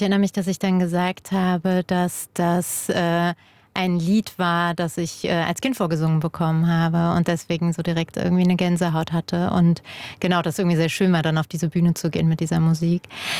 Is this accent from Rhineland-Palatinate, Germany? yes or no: yes; Hermeskeil, Rhineland-Palatinate, Germany; born there; Und das war für mich einfach ein absoluter Gamechanger, was so meinen Blick auf meinen Geburtsort Hermeskeil angeht, weil ich bis dahin nichts über die jüdische Gemeinde wusste.